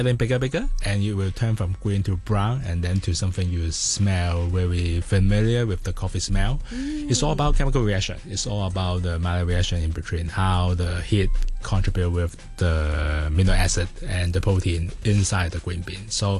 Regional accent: Hong Kong; it's in Hong Kong, mm-hmm. my hometown.

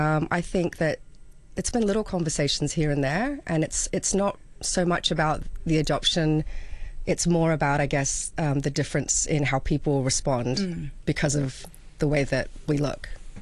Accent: Hong Kong; adopted, and raised in Hong Kong. So I think my upbringing was pretty ordinary for an expat kid. I think I grew up in Hong Kong's golden era

